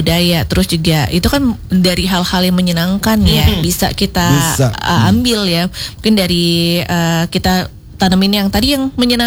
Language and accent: Indonesian; Lampung, Indonesia; identitas kita sebagai orang Lampung.